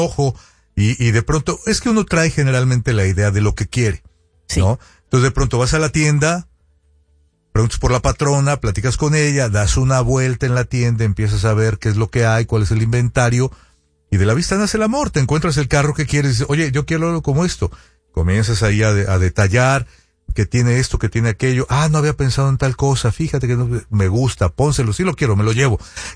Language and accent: Spanish; Sonora, Mexico; Somos de Sonora.